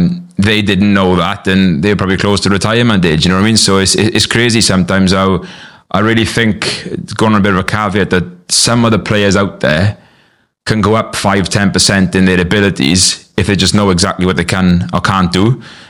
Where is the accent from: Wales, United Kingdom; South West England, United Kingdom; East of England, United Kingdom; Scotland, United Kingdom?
Wales, United Kingdom; Glynneath; I come from Cleneath.